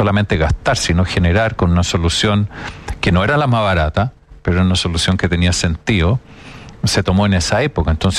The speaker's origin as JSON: {"language": "Spanish", "country": "Chile"}